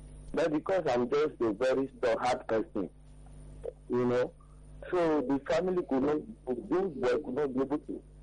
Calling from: Ayobo, Lagos, Nigeria; I'm calling from Ayobo.

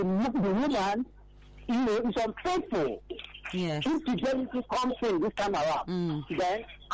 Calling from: Ikotun, Lagos, Nigeria; I'm calling from Abaranjo, Nikoto.

